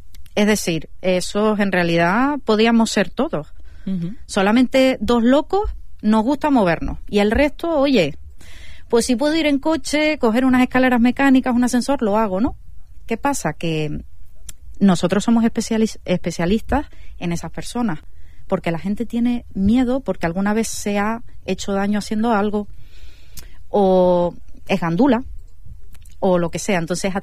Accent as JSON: {"language": "Spanish", "town": "Los Llanos de Aridane", "region": "Canary Islands", "country": "Spain", "tie": "born or raised there", "said": "este proyecto está ubicado en mi ciudad natal, aquí en Los Llanos"}